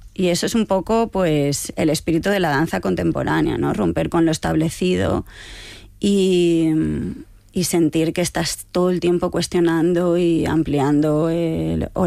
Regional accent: Spain

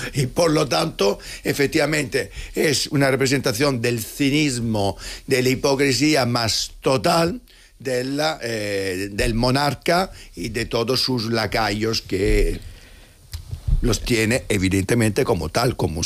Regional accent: Spain; yo fui crítico, como muchos españoles, cuando evidentemente se confirmó la amnistía

